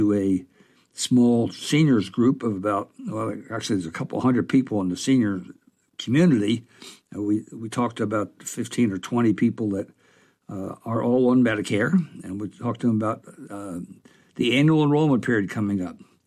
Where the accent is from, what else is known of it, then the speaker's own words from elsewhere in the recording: Delaware, United States; moved away as an adult; also born or lived in Canada; now in Wilkes-Barre, United States; I was from Delaware, by the way. I was, most of my life, I lived close to the beach.